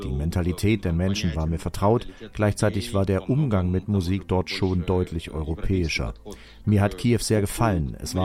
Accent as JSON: {"language": "German", "town": "Chelyabinsk", "region": "Chelyabinsk Oblast", "country": "Russia", "tie": "born or raised there", "also_born_or_lived": "Kyiv, Ukraine / Estonia", "moved": "as an adult", "lives_now": "Finland", "said": "Ich komme aus dem Ural, aus Ostsibirien. Nadelwälder, unzählige Seen, das ist mir vertraut. Damit bin ich aufgewachsen."}